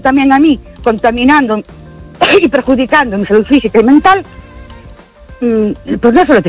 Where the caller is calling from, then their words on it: Ourense, Galicia, Spain; Hola, buenas noches … de Orense otra vez.